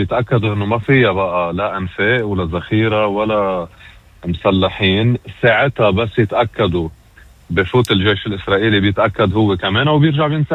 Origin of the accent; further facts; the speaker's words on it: Lebanon; هو خيي كلبناني